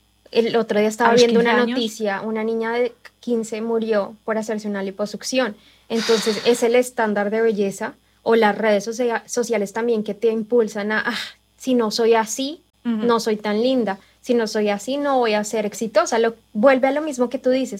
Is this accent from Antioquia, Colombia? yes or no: no; Bogotá, Colombia; moved away; Bogotá, de donde soy yo, no es tan... Bueno, no sé ahora, pero cuando me fui no era tan así.